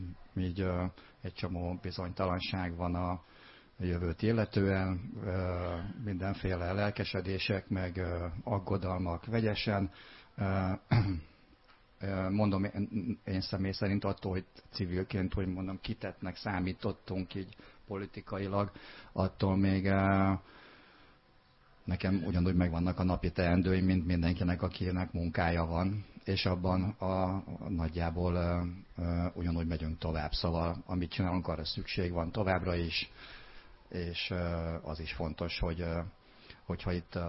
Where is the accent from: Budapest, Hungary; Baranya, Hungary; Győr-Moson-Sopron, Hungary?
Baranya, Hungary; Pécs; egyelőre így nem érzem ezt másnak, mint egy választópolgár, vagy egy pécsi ember.